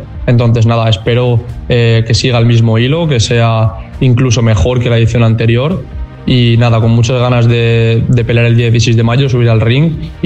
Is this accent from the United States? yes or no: no; Xàtiva, Valencian Community, Spain; soy de Játiva